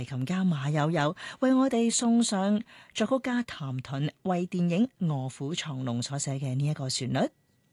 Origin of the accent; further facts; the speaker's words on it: Hong Kong